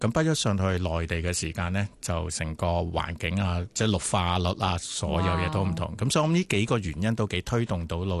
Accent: Hong Kong; 我哋香港人

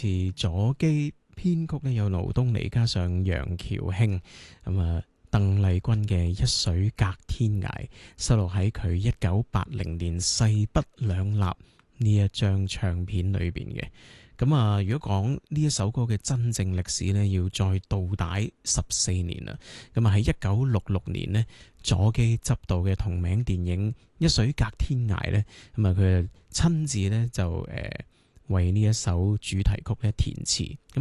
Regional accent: Hong Kong; 我哋香港人

